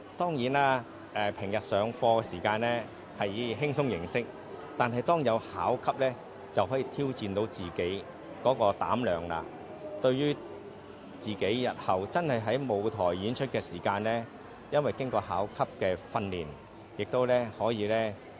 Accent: Hong Kong; 是一个退休的公务员来的。

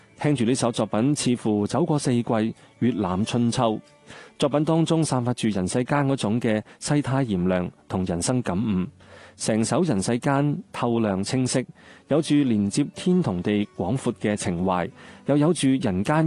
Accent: China

